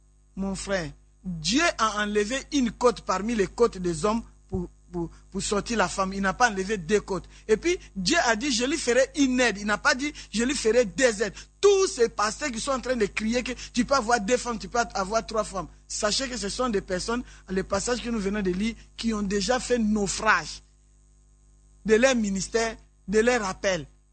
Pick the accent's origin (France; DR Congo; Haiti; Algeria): DR Congo; moi je suis de la RDC.